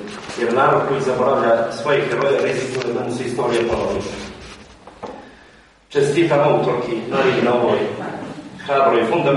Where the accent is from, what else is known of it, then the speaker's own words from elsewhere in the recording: Montenegro; now in Budva, Montenegro; istoričar, porijeklom sam Urine iz Merana, inače živim u Budvi. Velika mi je čast i privilegija što govorim, da kažem, u mom kraju, u mojoj republici dijelom.